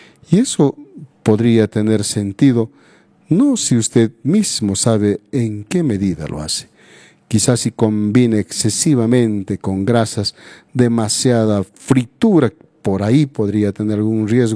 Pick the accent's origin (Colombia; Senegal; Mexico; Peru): Peru; en nuestra patria, el Perú